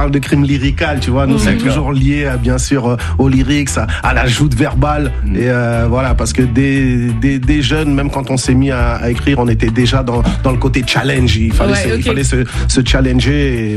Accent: Garches, Île-de-France, France; grandir dans des quartiers comme celui où on a grandi à Garches. C'est un multiculturel.

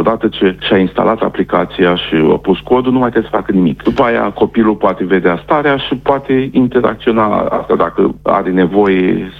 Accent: Suceava County, Romania; Când eram mic, mă ducea cu ea prin tot județul, eram din Suceava. Mă ducea prin tot județul Suceava

